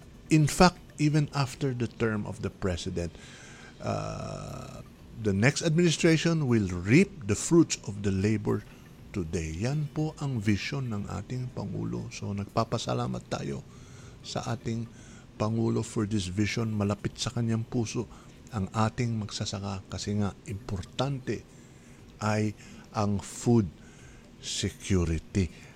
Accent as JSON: {"language": "Tagalog", "region": "Central Luzon", "country": "Philippines", "said": "Kasi nga, meron na yung balog-balog multipurpose dam sa Tarlac. Nako, ito'y probinsya ko ito, so malapit din sa aking puso ito."}